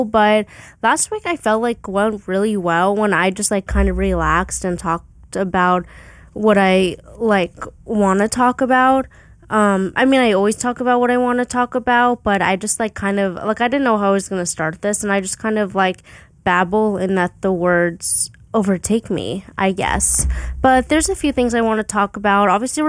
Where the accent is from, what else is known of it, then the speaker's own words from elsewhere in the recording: Arizona, United States; moved away; I'm from Arizona